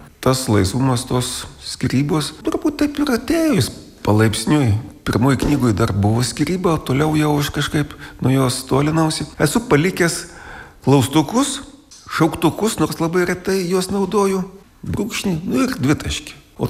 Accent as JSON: {"language": "Lithuanian", "region": "Samogitia", "country": "Lithuania", "tie": "born or raised there"}